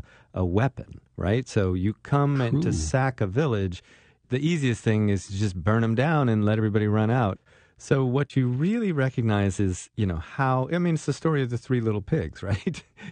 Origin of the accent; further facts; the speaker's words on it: California, United States; I come out of the suburbs in California. I'm a kid from America.